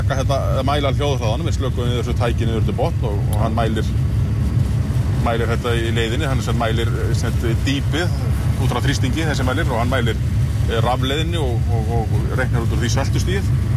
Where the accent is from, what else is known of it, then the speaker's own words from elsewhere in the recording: Grindavík, Southern Peninsula, Iceland; Ég kem úr Grindavík hérna, og býð þar